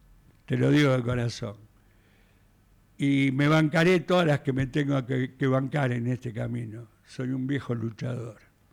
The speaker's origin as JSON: {"language": "Spanish", "area": "La Ferrere", "region": "Buenos Aires Province", "country": "Argentina", "said": "soy un negro de la Ferre"}